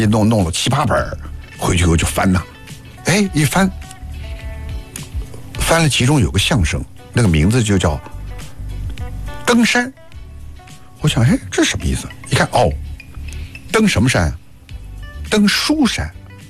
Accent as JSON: {"language": "Chinese", "town": "Nanjing", "region": "Jiangsu", "country": "China"}